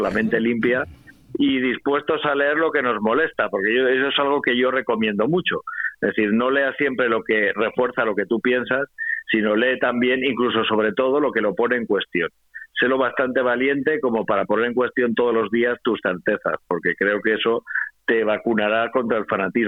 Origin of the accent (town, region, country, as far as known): Spain